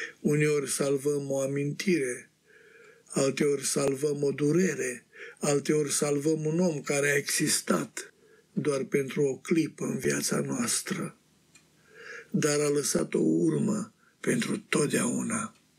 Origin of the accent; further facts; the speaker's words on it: Romania; moved away as an adult; now in Australia; Între România copilăriei mele și Australia maturității mele